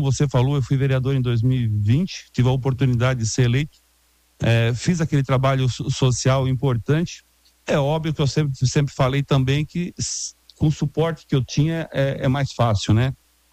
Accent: Treze de Maio, Santa Catarina, Brazil; moved away as an adult; now in Tubarão, Brazil; Eu sou do Morro das Pedras

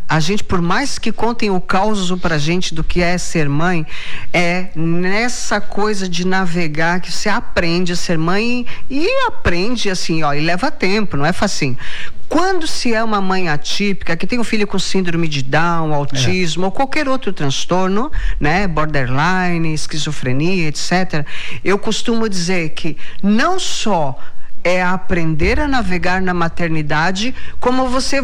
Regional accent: Tubarão, Santa Catarina, Brazil; eu sou de Tubarão, moro e vivo aqui há 3 décadas e meia

